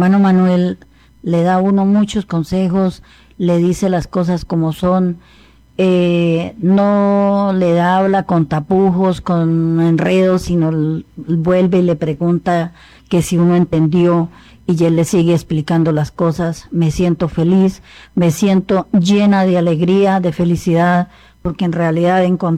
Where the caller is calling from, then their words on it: San José del Guaviare, Guaviare, Colombia; Que vengan a mis paisanos del Guaviare